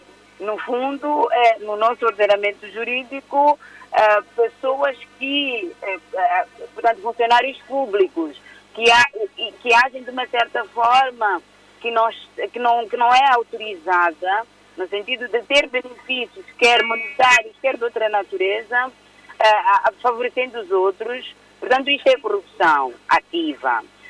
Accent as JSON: {"language": "Portuguese", "country": "Mozambique", "said": "E por isso eu quero acreditar, e como moçambicanos devemos acreditar, que nós vamos fazer melhor."}